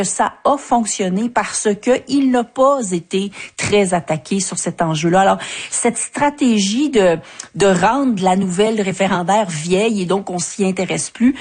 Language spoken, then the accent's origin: French; Quebec, Canada; Moi, je viens de l'Outaouais.